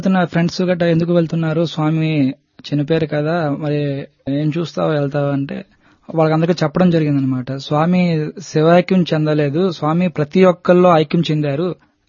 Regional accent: Srikakulam district, Andhra Pradesh, India; moved away as an adult; now in Visakhapatnam, India; యాక్చువల్గా మాది శ్రీకాకుళం డిస్ట్రిక్ట్ కోడుమల్ల మండలం. అక్కడ నుంచి నా చదువంతా అయింది. తర్వాత నా ఉద్యోగ రీత్యా విశాఖపట్నం 97లో రావడం జరిగింది. అక్కడ నుంచి విశాఖపట్నంలో స్థిరపడడం జరిగింది.

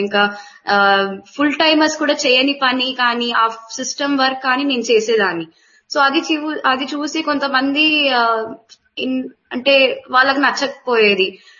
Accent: Hyderabad, Telangana, India; now in Dehradun, India; And నా home town Hyderabad. Present నేను ఇప్పుడు దేహ్రాదూన్ లో ఉంటున్నాను.

